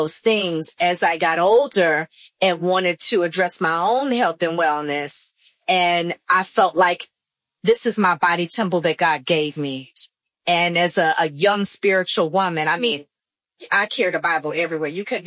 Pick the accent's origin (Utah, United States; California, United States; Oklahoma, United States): Oklahoma, United States; Spencer; I grew up in Spencer, Oklahoma, St. John's CME Methodist Church.